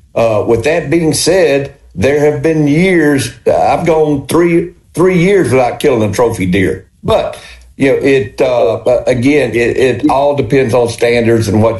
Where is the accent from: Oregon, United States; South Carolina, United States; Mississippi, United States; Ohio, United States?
Mississippi, United States; I grew up in Walthall County on a farm